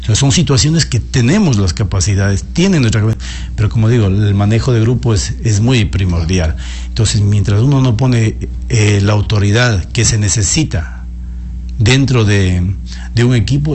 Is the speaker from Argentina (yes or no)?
no; Ecuador